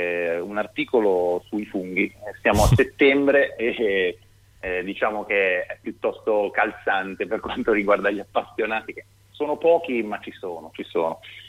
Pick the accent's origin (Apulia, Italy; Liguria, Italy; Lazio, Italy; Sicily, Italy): Liguria, Italy; now in Tuscany, Italy; io sono ligure, quindi una volta arrivato in Toscana ho scoperto anche un modo diverso di andare per boschi